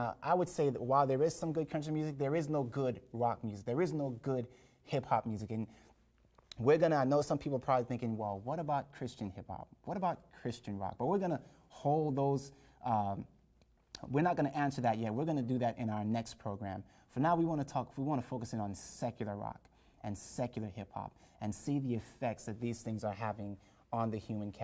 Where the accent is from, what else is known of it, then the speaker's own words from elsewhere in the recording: Jamaica; I was born in Jamaica, and reggae music is a really big, you know, that's the music of Jamaica. And I remember growing up as a child